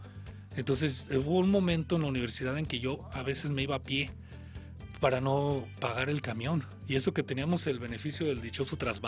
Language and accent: Spanish; Zamora, Michoacán, Mexico; moved away as an adult; now in Guadalajara, Mexico; Yo soy de Zamora, de Michoacán.